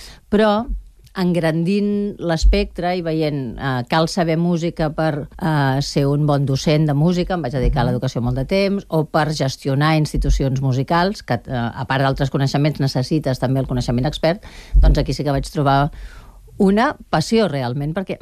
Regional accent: Barcelona, Catalonia, Spain; jo sóc de Nou Barris

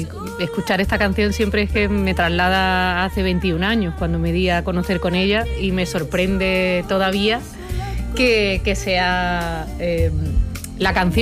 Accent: Andalusia, Spain; Yo como buena andaluza y manchega por parte de madre, siempre he vivido la fe como una tradición.

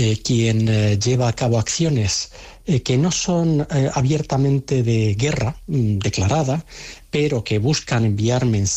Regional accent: Spain; ahora ya hablo no como analista, sino como ciudadano español

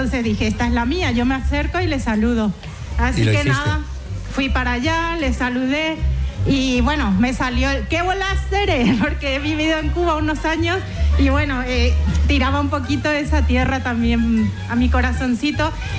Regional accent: Paraguay; now in Spain; Soy paraguaya, llevo 18 años en España, y desde que llegué, pues siempre me ha encantado de vuestro programa

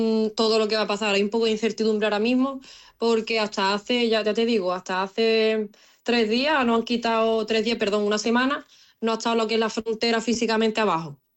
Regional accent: La Línea de la Concepción, Andalusia, Spain; Pues mira, yo soy linense, soy de Cádiz, la ciudad justo la línea que da con Gibraltar.

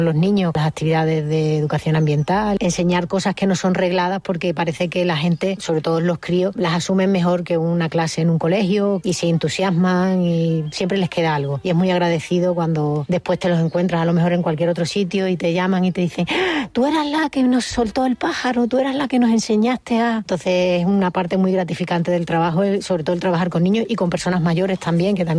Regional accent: Huelva, Andalusia, Spain; born there; Yo nací en Huelva Capital, y vivo en la costa, vivo en El Rompido.

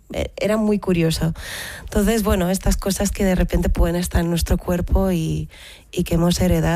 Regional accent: Barcelona, Catalonia, Spain; yo he crecido aquí, yo crecí en Barcelona

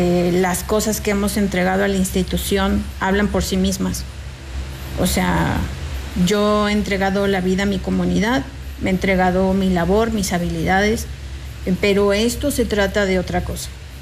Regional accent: San Luis Potosí, Mexico; pero soy una ciudadana, soy potosina y tengo mucha preocupación porque este no es el San Luis que yo quiero para la familia

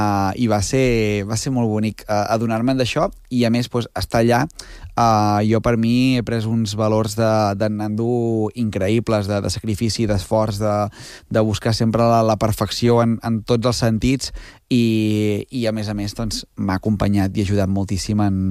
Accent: Santa Eulàlia de Riuprimer, Catalonia, Spain

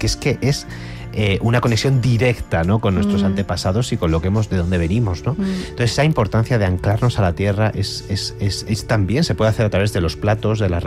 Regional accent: Andalusia, Spain; y yo soy del Levante. Yo he descubierto la comida del Levante y la cultura del Levante con mis amigos y con mi novio.

